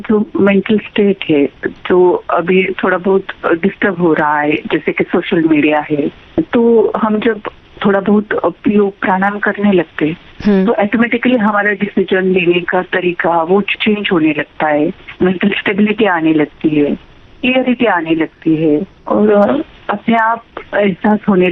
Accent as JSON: {"language": "Hindi", "town": "Rajgurunagar", "region": "Maharashtra", "country": "India", "said": "मैं पुणे से हूँ, राजगुरु नगर।"}